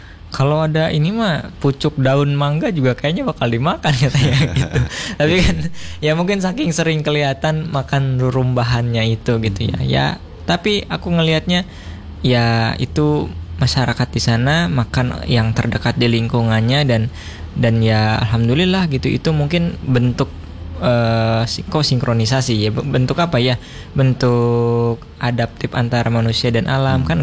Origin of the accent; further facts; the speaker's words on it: West Java, Indonesia; rumah panggung sekarang udah sulit ditemukan di daerahku, terutama ya daerah Lemasugi, Bantarujik